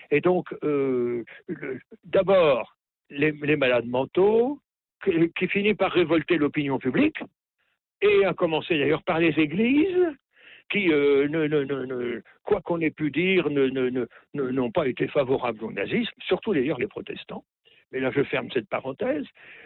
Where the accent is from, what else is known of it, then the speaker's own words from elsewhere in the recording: Normandy, France; C'est pas parce que je suis normand que je vous dis oui et non